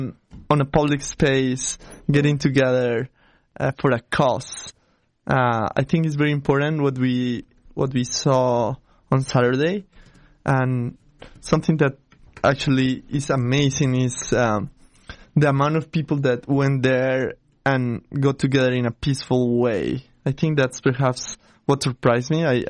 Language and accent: English; Colombia; now in United States; I am from Colombia